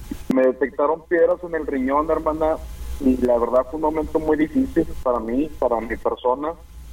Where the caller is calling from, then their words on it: Monterrey, Nuevo León, Mexico; De aquí de Monterrey, Nuevo León, hermano.